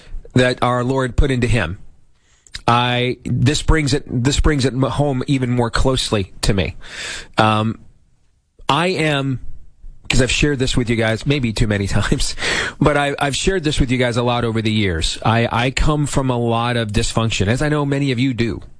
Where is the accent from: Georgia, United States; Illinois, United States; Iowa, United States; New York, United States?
Iowa, United States; the platform I had in my home state of Iowa